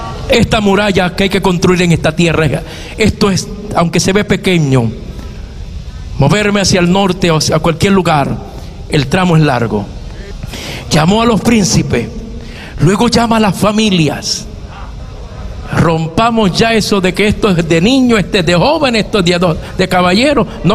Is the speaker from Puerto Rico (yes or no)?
yes; Puerto Rico; mi tierra, Puerto Rico.